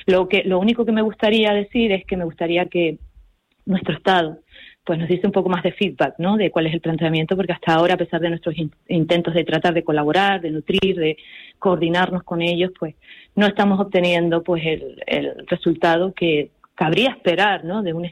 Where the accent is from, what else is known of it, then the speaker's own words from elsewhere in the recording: Canary Islands, Spain; ya como española y como canaria